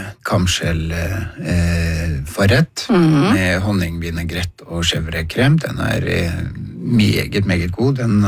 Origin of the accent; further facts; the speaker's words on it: Rælingen, Akershus, Norway; og jeg vokste opp i Rælingen, og eldste gjengen begynte å få lappen og sånn